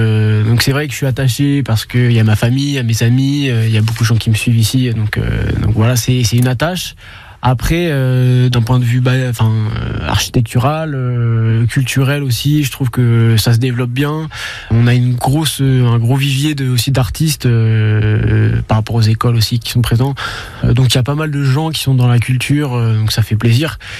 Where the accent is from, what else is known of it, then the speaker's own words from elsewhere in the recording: Caen, Normandy, France; je suis né ici, à Caen, du coup. Et j'ai grandi ici, plus dans la campagne, du coup, aux alentours. Mais bon, j'étais au collège ici, à Caen